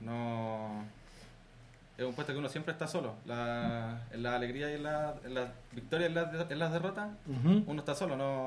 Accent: Isla de Maipo, Santiago Metropolitan Region, Chile; yo soy de Isla Centro, siempre he sido de acá, desde que nací hasta ahora. Y eso, toda mi familia es de acá, todos decidimos acá.

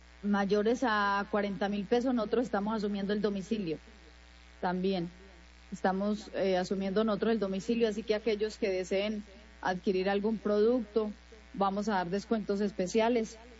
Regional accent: Argelia, Colombia; moved away; Argelia y, pues, como es mi pueblo, decidí quedarme.

